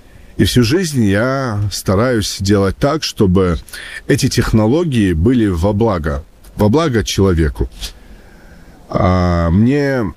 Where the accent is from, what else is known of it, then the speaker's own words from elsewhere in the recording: North Ossetia–Alania, Russia; moved away; В регионе, откуда я родом, из Алании